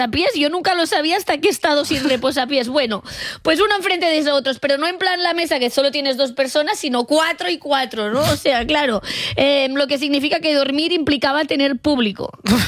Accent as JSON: {"language": "Spanish", "region": "Catalonia", "country": "Spain", "said": "soy catalana"}